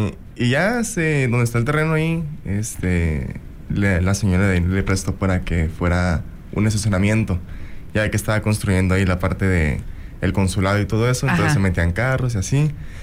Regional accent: Ciudad Obregón, Sonora, Mexico; born there; also born or lived in Guadalajara; Somos de Ciudad Obregón, Sonora. De Ciudad Obregón. Ahí nacimos. Estuvimos también un tiempo viviendo en Guadalajara también.

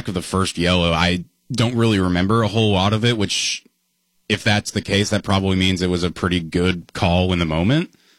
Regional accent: United States; But just watching this as an American throughout this entire World Cup

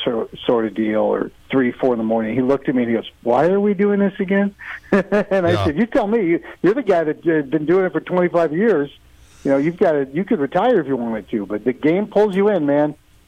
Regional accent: Montana, United States; but I grew up in Montana, one-room schoolhouse, went off to boarding school as a scholarship kid

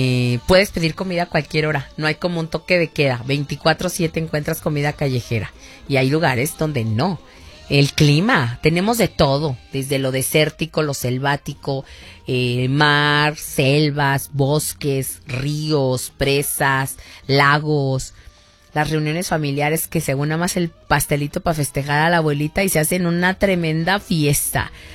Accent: Mexico

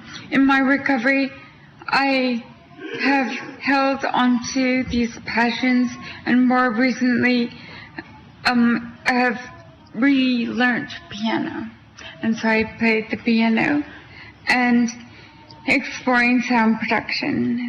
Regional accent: Quebec, Canada; moved away; I'm from Canada. That's where my accent's from. I'm from Quebec.

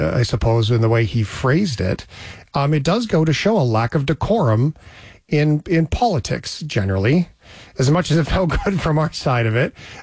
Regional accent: Canada; But as a Canadian, I loved it today.

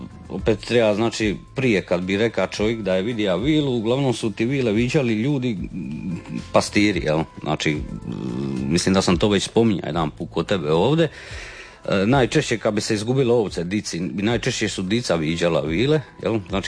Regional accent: Split-Dalmatia County, Croatia; baš kod nas gore u Gornjim Poljicima

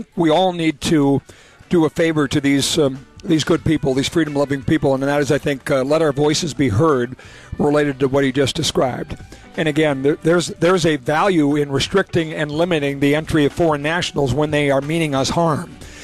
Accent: United States; I'm an American that I happen to have some Norwegian blood

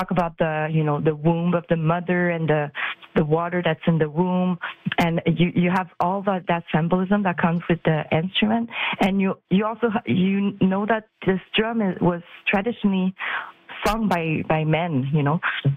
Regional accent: Gatineau, Quebec, Canada; because I used to live, I grew up in Gatineau. When I was really, really young, my dad had to move to near Ottawa for work.

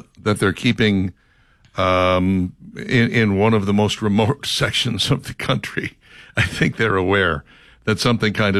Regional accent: Minnesota, United States; I always thought it was interesting when I grew up in Minnesota that liquor stores were closed on Election Day.

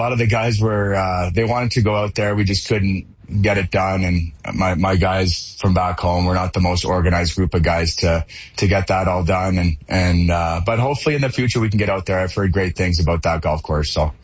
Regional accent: Canada; born there; as a Canadian born player and to play in Calgary, like for me personally, I had a great experience in Canada

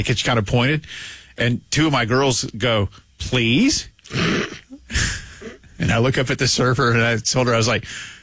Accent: the South, United States; But I'm a Southerner, and I'm in my 20s.

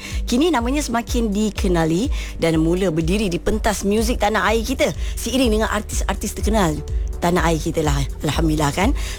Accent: Johor, Malaysia; Johor kat mana tu? Kita orang Johor.

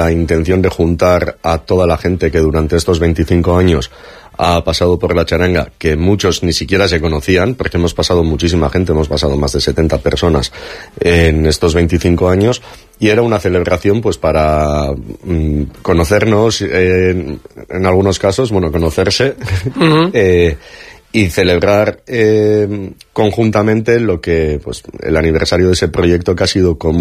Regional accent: Eibar, Basque Country, Spain; nosotros siempre decimos con orgullo que somos … allá donde vamos es Ustekabe Eibar, y para nosotros no hay nada como vibrar con la gente de nuestro pueblo.

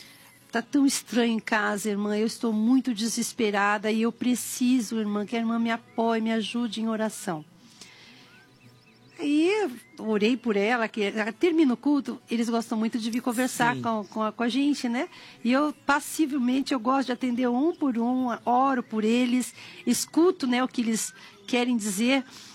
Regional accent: São Paulo, Brazil; also born or lived in Bahia; Porém, fui criada em São Paulo.

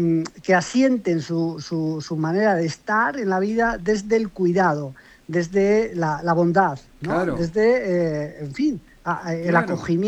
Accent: Madrid, Community of Madrid, Spain; Si es que yo soy de Madrid, vivo en Madrid, pero soy del Barcelona.

